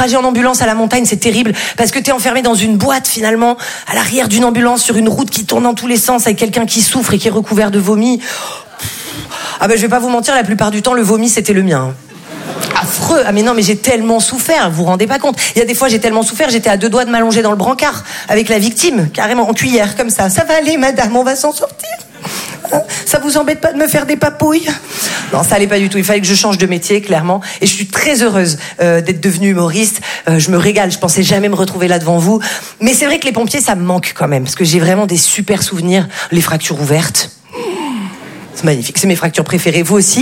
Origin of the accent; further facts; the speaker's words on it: Val-de-Blore, Provence-Alpes-Côte d'Azur, France; moi je viens d'un tout petit village qui s'appelle Val-de-Blore. Vous connaissez ? Non, évidemment. Personne ne connaît Val-de-Blore.